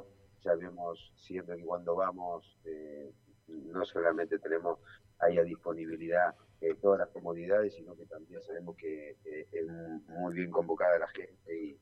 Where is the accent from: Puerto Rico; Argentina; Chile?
Argentina; nos gusta a nosotros como argentinos una comedia en donde se toquen temas bravos